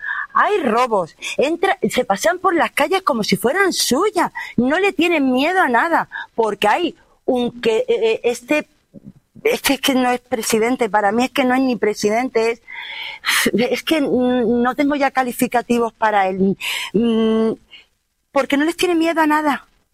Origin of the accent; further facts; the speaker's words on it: Ceuta, Spain; Nosotros somos españoles, tanto o más que los que viví en la península, de los que vivimos en la península. Nos sentimos abandonados, es que estamos abandonados. Está la gente de Ceuta asustada